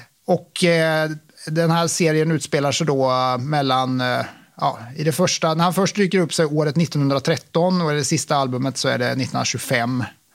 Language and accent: Swedish; Mönsterås, Kalmar County, Sweden; Jag är uppvuxen i Mönsterås, liten ort norr om Kalmar.